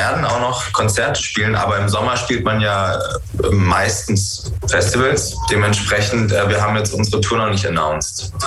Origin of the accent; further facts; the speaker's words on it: Stuttgart, Baden-Württemberg, Germany; born there; moved away; also born or lived in Kassel; Ich komme aus Stuttgart, ja. Also ich bin da geboren.